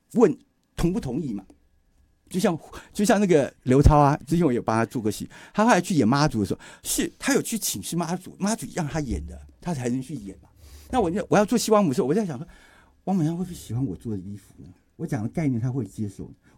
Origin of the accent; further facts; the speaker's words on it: Taiwan; 他保佑我们台湾人